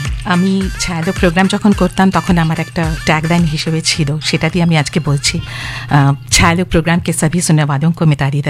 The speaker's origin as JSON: {"language": "Bangla", "region": "North India", "country": "India", "tie": "born or raised there", "first_language": "Hindi", "second_language": "Bangla", "moved": "yes", "said": "আমি নর্থ ইন্ডিয়ায় বড় হয়েছি, আমার স্কুলিং সেন্ট্রাল স্কুল, তো আমার হিন্দিটাই ফার্স্ট ল্যাঙ্গুয়েজ।"}